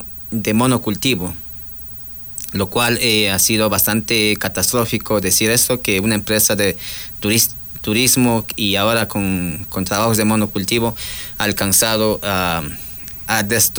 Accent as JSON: {"language": "Spanish", "region": "Napo", "country": "Ecuador", "said": "soy presidente de la comunidad Quichua Ancestral, Zaguata y la San Clemente Chucapi, pertenecientes al cantón Carlos Julio de Osamena de la provincia de Napo"}